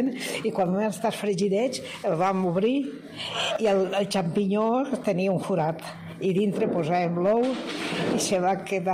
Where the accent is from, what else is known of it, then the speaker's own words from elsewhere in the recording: Valencian Community, Spain; jo soc valenciana